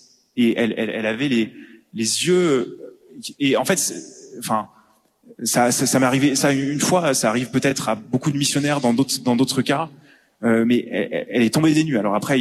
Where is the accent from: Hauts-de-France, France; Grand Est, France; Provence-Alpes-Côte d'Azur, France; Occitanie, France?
Occitanie, France; Montpellier; moved away; On est de Montpellier, enfin, avant d'aller au Maroc